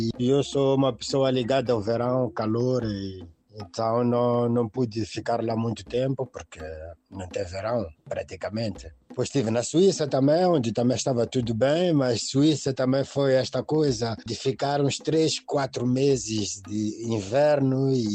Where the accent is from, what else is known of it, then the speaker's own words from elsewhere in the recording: Maputo, Mozambique; moved away as an adult; also born or lived in Fuerteventura, Spain; now in France; eu sou da Mafalala, vivo no sul da França. O que é que me fez sair de Moçambique? Mudar um pouco, eu acho que eu saí de Moçambique, acho que já tinha 36 anos por aí. Quando eu saí, 2006 por aí.